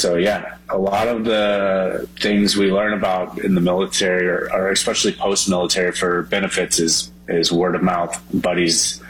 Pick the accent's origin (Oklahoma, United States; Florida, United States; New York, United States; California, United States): Oklahoma, United States; I grew up in Oklahoma.